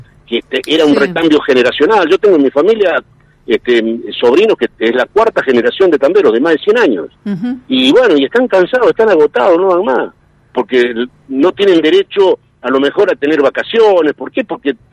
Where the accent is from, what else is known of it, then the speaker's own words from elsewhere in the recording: San Guillermo, Santa Fe, Argentina; yo soy de San Guillermo, nuestra zona no tiene posibilidad de hacer otra actividad porque tenemos problemas con las lluvias.